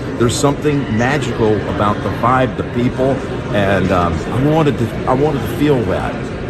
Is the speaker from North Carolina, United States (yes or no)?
yes; Charlotte, North Carolina, United States; also born or lived in West Coast; now in Nashville, United States; I'm from Charlotte originally.